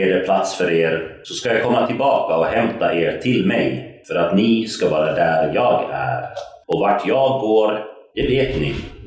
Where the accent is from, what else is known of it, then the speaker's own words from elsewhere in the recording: Afghanistan; Finnish is a second language; now in Finland; kun mä olin siellä 70- ja 80-luvulla lapsena Afganistanissa